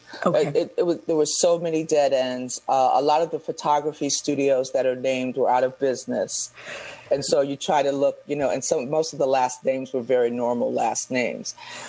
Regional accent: Chicago, Illinois, United States; I'm from Chicago.

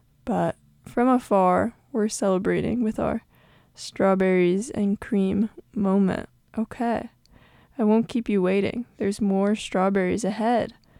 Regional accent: Queens, New York, United States; but I'm from Queens, and like to go to the US Open

